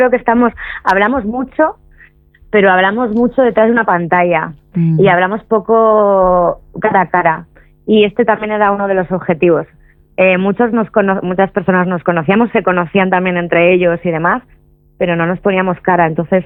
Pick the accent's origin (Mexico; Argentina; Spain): Spain; Burgos, Castile and León; Hemos empezado en Burgos porque yo soy burgalesa